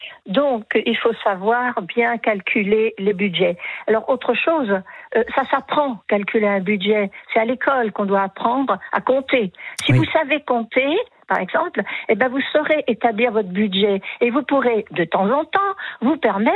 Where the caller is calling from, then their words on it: Paris, Île-de-France, France; Paris. pas très loin de chez vous.